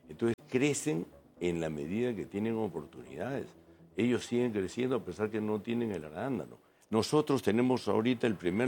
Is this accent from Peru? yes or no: yes; Callao, Peru; yo soy chalaco